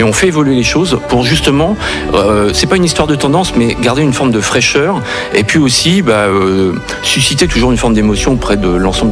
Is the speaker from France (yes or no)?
yes; Pays de la Loire, France; Et moi j'ai grandi donc au Puy du Fou, j'ai été ensuite comédien, danseur, responsable de spectacle